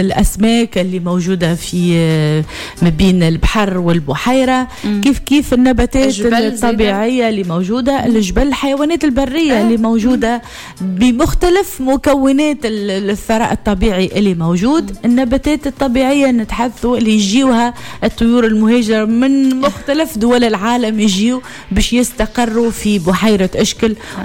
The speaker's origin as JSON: {"language": "Arabic", "country": "Tunisia", "said": "وتونس راهي متاعنا"}